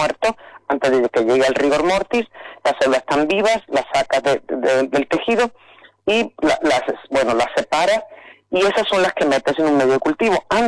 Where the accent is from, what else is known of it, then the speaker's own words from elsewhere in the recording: Posadas, Andalusia, Spain; now in Mexico; yo trabajo en México, pero soy de Posadas.